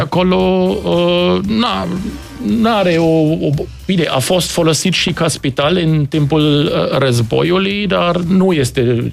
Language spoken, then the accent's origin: Romanian; Nuremberg, Bavaria, Germany; Romanian is a second language; now in Romania; eu sunt original din Bavaria și din Nürnberg